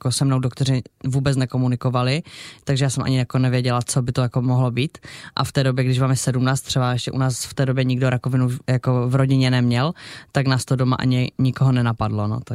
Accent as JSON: {"language": "Czech", "town": "Ostrava", "region": "Moravian-Silesian Region", "country": "Czechia", "said": "To už nebylo teda u nás v Ostravě, já jsem se léčila v Brně na dětské onkologii"}